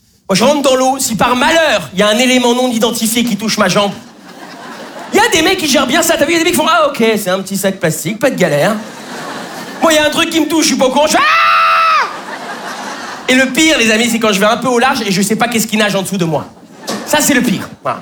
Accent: Lyon, Auvergne-Rhône-Alpes, France; now in Paris, France; Moi, comme beaucoup d'entre vous, les amis, je suis originaire de province, je suis originaire de Lyon. Et c'est vrai qu'avant de m'installer sur Paris, j'avais des petites appréhensions sur cette ville

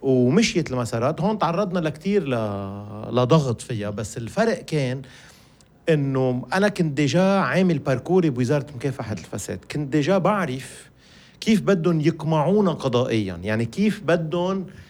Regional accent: Lebanon; أنا من لبنان محامي، في كمان محامين من هون

